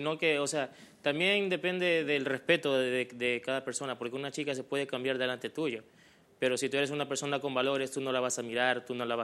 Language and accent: Spanish; Venezuela; moved away as an adult; now in Peru; Soy venezolano, pero mi papá es peruano.